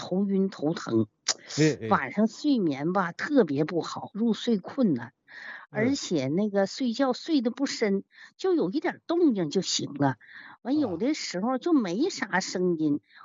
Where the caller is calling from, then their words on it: Jilin, China; 我是吉林的听众。